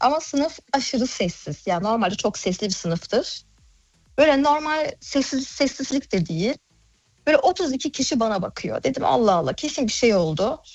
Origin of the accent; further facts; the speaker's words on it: Germany; Evet, Almanya'da doğdum. Almanya'da büyüdüm.